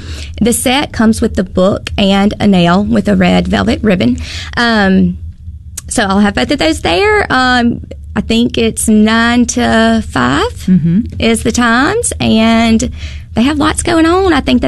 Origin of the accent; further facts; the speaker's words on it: Union, Mississippi, United States; I'm originally from Union, Mississippi